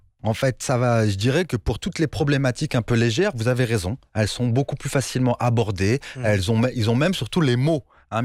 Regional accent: Morocco; je suis marocain, un maghrébi

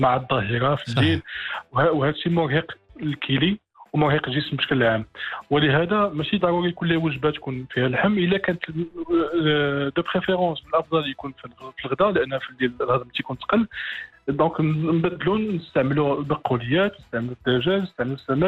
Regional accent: Morocco; حنا في المغرب

